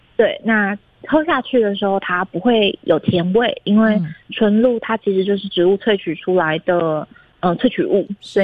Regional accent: Taiwan; moved away; also born or lived in Taipei; 我刚回到华园开海域的时候，毕竟我小时候在那里长大，但是离开这么久

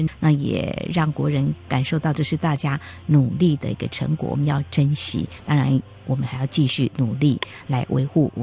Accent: Taiwan

